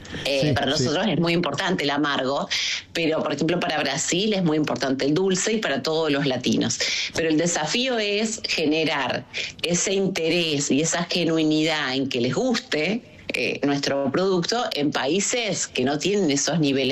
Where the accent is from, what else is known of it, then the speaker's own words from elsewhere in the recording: Argentina; Ahí, por supuesto, la mayoría, sin lugar a dudas, somos argentinos.